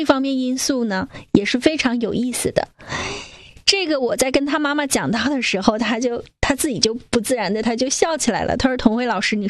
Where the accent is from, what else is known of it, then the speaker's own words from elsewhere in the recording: Northeast China, China; 因为在我们东北的方言